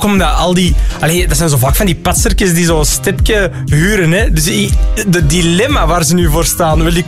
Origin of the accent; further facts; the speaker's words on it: Borgerhout, Antwerp, Belgium; Ja, jij bent anders opgegroeid. Ik kom uit Borgerhout, hè.